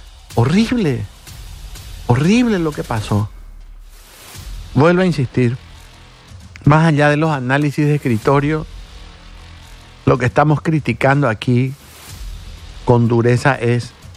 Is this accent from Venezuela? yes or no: no; Paraguay